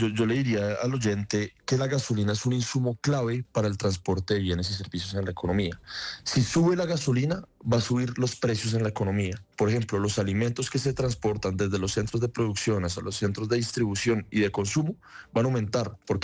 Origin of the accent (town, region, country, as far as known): Colombia